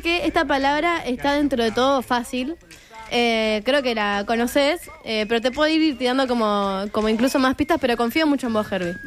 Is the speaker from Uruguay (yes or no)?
yes; Uruguay